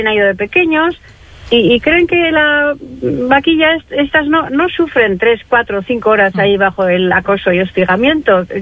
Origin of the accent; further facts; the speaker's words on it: Algorta, Basque Country, Spain; Mucha pena porque es mi pueblo, yo me he criado ahí en el Puerto Viejo, en la playa y tal.